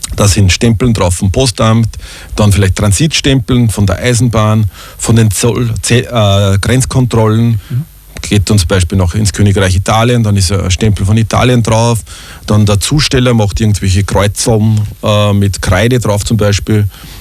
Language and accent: German; Sigarting, Upper Austria, Austria; das ist ein Brief mit einem Poststempel aus Sigarting, das ist meine Heimatgemeinde aus dem Innviertel.